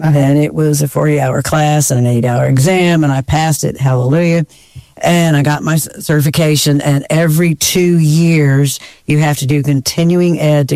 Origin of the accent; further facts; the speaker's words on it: San Francisco, California, United States; also born or lived in Georgia; I moved every 2 years, so you can throw me anywhere and I adapt quickly. I grew up mostly in San Francisco, so I'm a California girl.